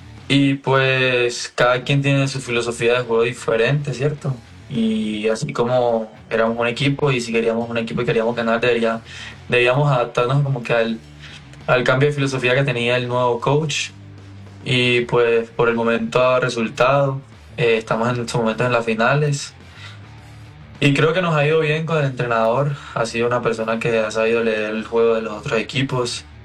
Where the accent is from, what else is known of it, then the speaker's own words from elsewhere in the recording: Barranquilla, Atlántico, Colombia; born there; Barranquilla. Barranquilla.